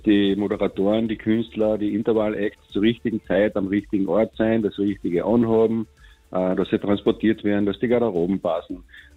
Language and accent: German; Carinthia, Austria